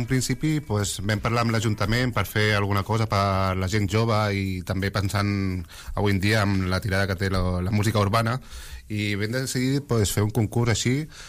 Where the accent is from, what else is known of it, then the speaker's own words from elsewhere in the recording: Sant Andreu de la Barca, Catalonia, Spain; jo que sóc de Sant Andreu de tota la vida